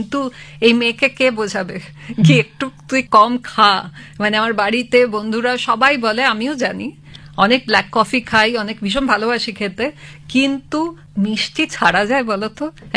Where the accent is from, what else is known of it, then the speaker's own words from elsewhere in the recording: Kolkata, West Bengal, India; born there; যদি বাঙালি আনার কথা আমি বলি, তো আমি প্রচন্ড ভাবে বাঙালি, কারণ আমি অ্যাকচুয়ালি তো এখানেই জন্মেছি কলকাতাতে।